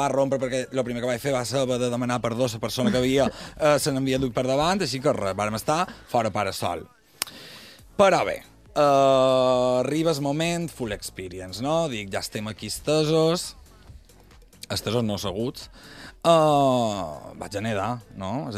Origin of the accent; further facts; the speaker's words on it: Balearic Islands, Spain; Ja vaig dir, clar, a mi com a mallorquí no me passarà.